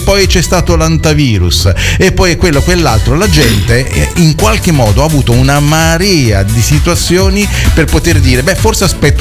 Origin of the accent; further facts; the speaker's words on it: Rome, Lazio, Italy; Io da romano non ho mai visto delle scene simili